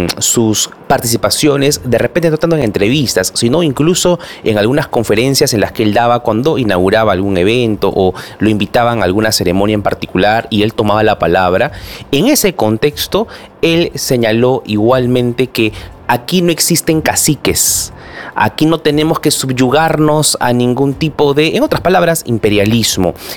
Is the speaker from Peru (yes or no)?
yes; Peru; ¿Lo ve con el ánimo como ciudadanos, como peruanos, nos impulsa, ¿verdad?